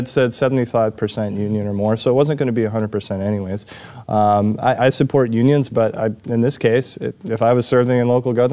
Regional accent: New Jersey, United States; I'm from New Jersey.

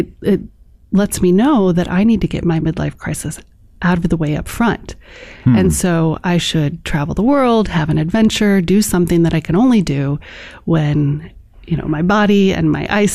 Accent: Chicago, Illinois, United States; born or raised there

